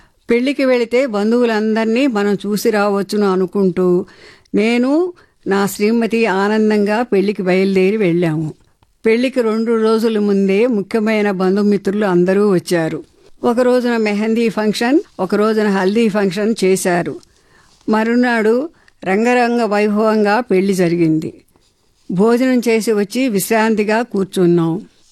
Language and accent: Telugu; Andhra Pradesh, India; మాది కృష్ణా జిల్లాలోని ఒక పల్లెటూరు. మా నాన్నకు 7 మంది సంతానం, 3 ఆడపిల్లలు, 4 మగపిల్లలు.